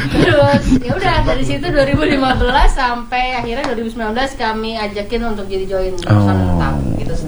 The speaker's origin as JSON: {"language": "Indonesian", "region": "Jakarta", "country": "Indonesia", "tie": "born or raised there", "said": "saya sebenarnya orang tua saya Jawa Tengah, tapi saya dari kecil di Jakarta."}